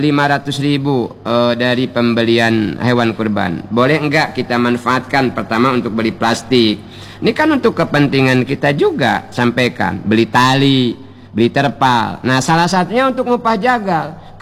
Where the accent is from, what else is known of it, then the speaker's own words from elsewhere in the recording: Bangka Belitung Islands, Indonesia; Kan lumayan, bedepe, kata kita orang Bangka.